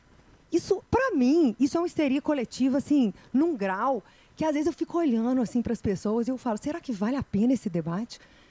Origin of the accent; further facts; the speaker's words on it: Belo Horizonte, Minas Gerais, Brazil; Não, eu sou de BH, da capital.